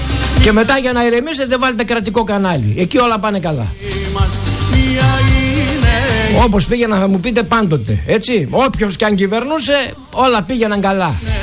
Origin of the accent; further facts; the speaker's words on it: Greece; Να διαμαρτυρηθώ ως Έλληνας.